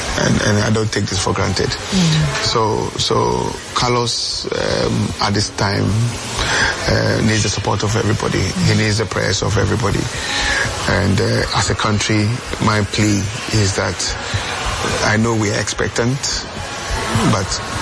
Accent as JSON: {"language": "English", "country": "Ghana", "said": "I'm a Ghanaian, so I'll first of all identify myself."}